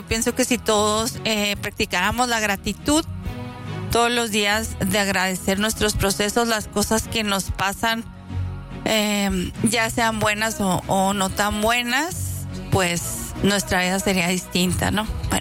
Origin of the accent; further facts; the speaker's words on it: Mexico; como mexicanos todos estamos envueltos en esta cultura